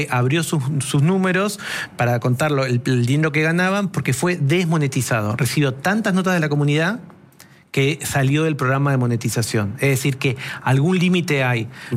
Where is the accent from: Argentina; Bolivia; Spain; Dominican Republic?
Argentina; para los que somos argentinos